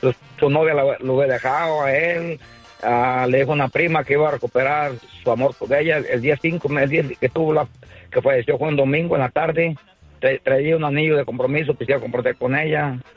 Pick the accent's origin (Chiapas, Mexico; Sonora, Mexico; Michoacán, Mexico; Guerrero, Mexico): Michoacán, Mexico